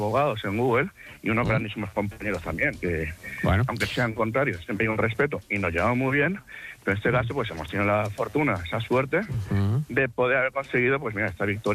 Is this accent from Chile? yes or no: no; Valencian Community, Spain; Sí, soy valenciano, sí.